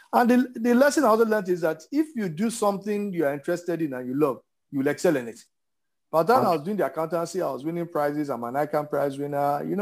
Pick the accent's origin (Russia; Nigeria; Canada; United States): Nigeria; Lagos; growing up in Lagos was interesting. Like I said, fairly, I felt at that time, middle class background